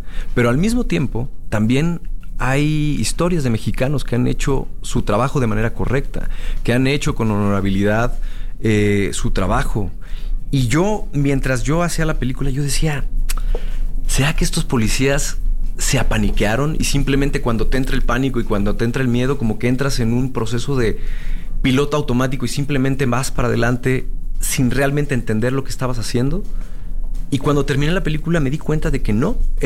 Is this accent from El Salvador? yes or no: no; Mexico; cambiar un poco la visión de lo que somos como mexicanos. Nosotros también podemos sentirnos orgullosos de nuestra cultura, de nuestras historias, de nuestra gente.